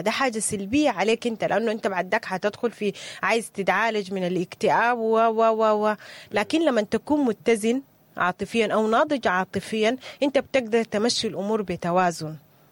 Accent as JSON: {"language": "Arabic", "country": "Sudan", "said": "إحنا كسودانيين"}